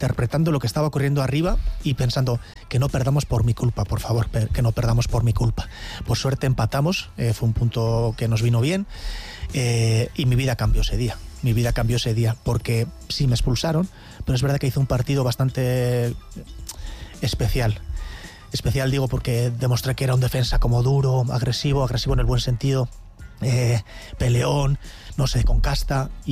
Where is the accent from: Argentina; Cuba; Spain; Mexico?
Spain; Elgoibar, Basque Country; yo soy del Góibar, de un barrio rural llamado San Miguel, y empiezo en la plaza del barrio